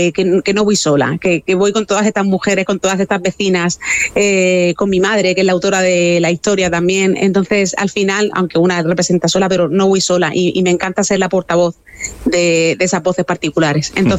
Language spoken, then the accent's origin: Spanish; Cieza, Region of Murcia, Spain; now in Murcia, Spain; yo creo que llevo más tiempo ya viviendo en Murcia que en Cieza, y el de Cieza no es, porque el de Cieza es como más cantarín